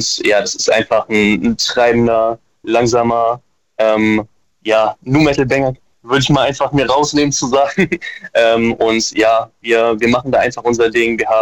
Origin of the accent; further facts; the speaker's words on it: Braunschweig, Lower Saxony, Germany; Wir kommen aus Braunschweig und Umgebung.